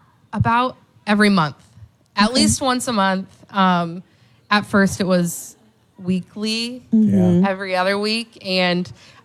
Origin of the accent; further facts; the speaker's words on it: Geneseo, Illinois, United States; We're from Geneseo, Illinois.